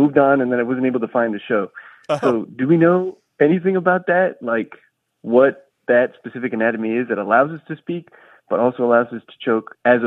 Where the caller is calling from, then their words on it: New York City, New York, United States; I'm calling in from Washington Heights.